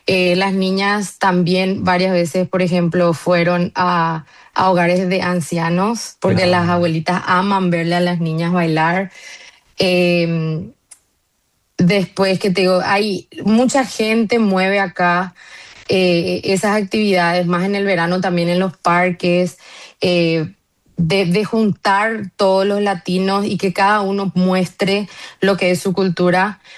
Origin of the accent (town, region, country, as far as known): Asunción, Paraguay; moved away as an adult; now in New York, United States